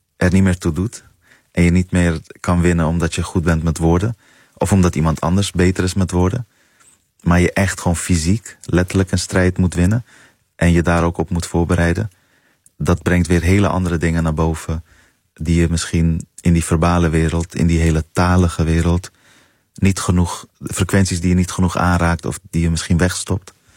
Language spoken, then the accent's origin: Dutch; Netherlands; het Plan van Gol, de wijk die centraal staat ook in het boek waar ik ben opgegroeid.